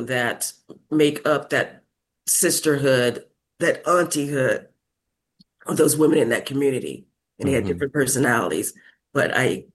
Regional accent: Arkansas, United States; the sounds, sights that I experienced growing up in Arkansas

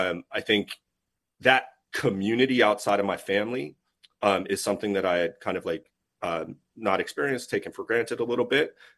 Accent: Los Angeles, California, United States; I'm from Los Angeles, born and raised

